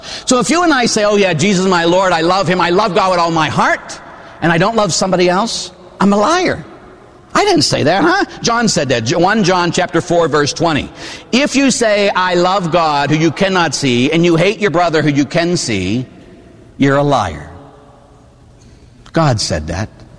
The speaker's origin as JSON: {"language": "English", "town": "Pittsburgh", "region": "Pennsylvania", "country": "United States", "tie": "born or raised there", "said": "I grew up in Pittsburgh, huh?"}